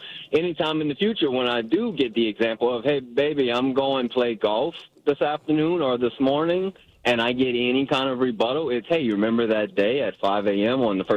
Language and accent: English; Houma, Louisiana, United States; I am from Houma, Louisiana, about an hour 15 minutes southwest of New Orleans.